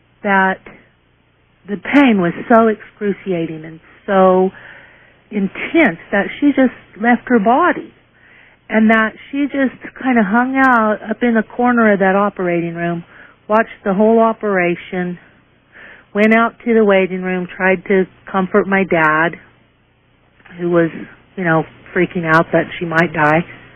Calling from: Roswell, New Mexico, United States; I'm calling from Roswell, New Mexico.

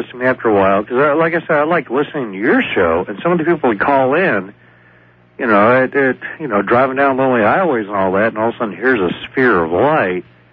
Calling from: Weaverville, California, United States

